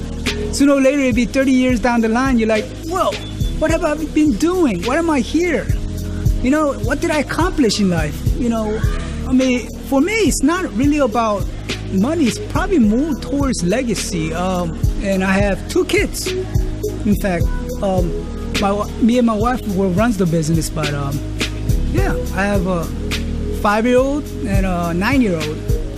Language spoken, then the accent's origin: English; South Korea; English is a second language; now in United States; We're from Korea, so I'm kind of like in the culture where, you know, family's first concept.